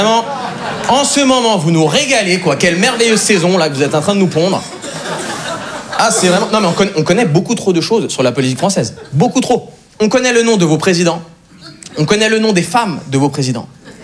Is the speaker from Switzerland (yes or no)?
yes; Switzerland; now in France